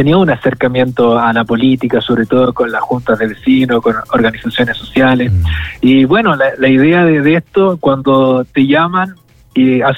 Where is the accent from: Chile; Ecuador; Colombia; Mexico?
Chile; Salamanca, Coquimbo; born there; also born or lived in Canela; Yo nací en Salamanca, así que tengo una conexión muy, muy especial con la provincia del Choapa. Trabajé harto en Illapel.